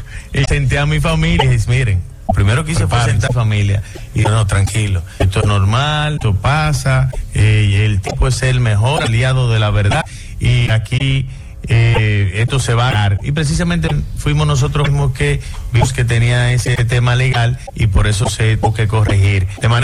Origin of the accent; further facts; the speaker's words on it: Dominican Republic; Soy el sexto dominicano graduado en Desarrollo Humano